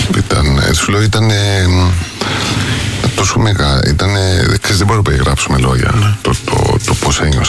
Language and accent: Greek; Cyprus